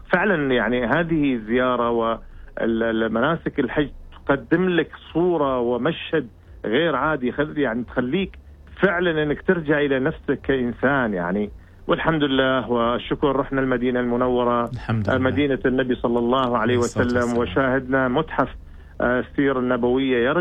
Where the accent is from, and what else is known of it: Oman